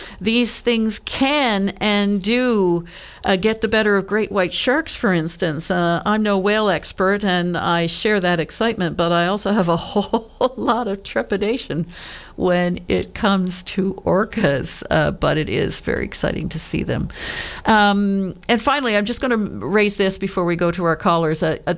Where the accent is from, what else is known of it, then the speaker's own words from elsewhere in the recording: Newfoundland and Labrador, Canada; me being a Newfoundlander, and I think a lot of Newfoundlanders say, well, there's not much to do there.